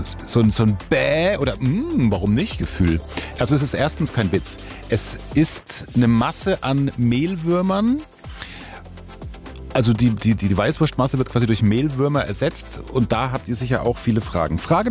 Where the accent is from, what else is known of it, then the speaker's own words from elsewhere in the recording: Bavaria, Germany; Sie ist uns Bayern ja schon heilig. Selbst ich als Franke kann das ja mit Stolz sagen.